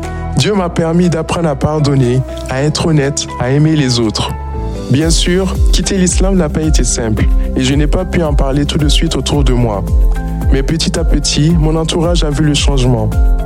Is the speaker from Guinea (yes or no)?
yes; Guinea; born there; j'ai 21 ans et j'aimerais te raconter mon histoire. Je suis né en Guinée dans une famille aimante avec un grand frère et une grande sœur. Comme la grande majorité des Guinéens, nous étions musulmans.